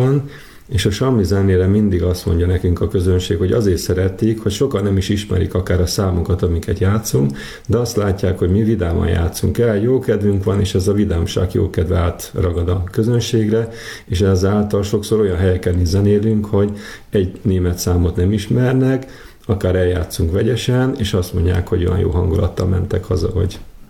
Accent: Tarján, Komárom-Esztergom, Hungary; amiben mi régen felnőttünk Tarjánban

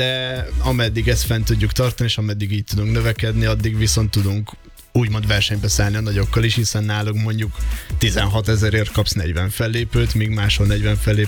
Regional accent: Zalaegerszeg, Zala, Hungary; Zalaegerszegiként nagyon magát értetődő volt, tehát hogy ott Zalaegerszegen van egy menhely

